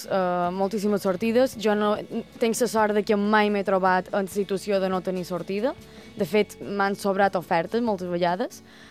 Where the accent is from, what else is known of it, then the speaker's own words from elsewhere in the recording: Manacor, Balearic Islands, Spain; De Manacó, crec que se nota